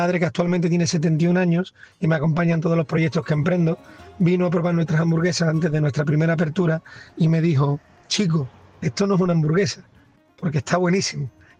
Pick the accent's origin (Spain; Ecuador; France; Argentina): Spain; La Línea de la Concepción, Andalusia; en mi caso soy del campo de Gibraltar, de la línea de la Concepción.